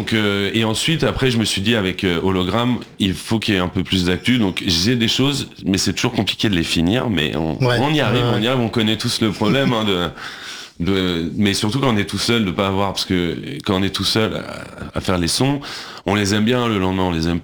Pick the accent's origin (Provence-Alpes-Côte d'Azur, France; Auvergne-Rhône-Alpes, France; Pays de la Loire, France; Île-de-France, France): Île-de-France, France; Paris; En fait, je suis né à Paris, 13e.